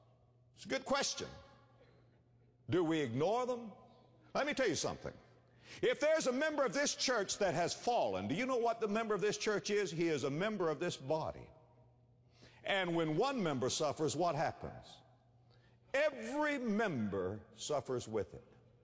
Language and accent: English; West Palm Beach, Florida, United States; born or raised there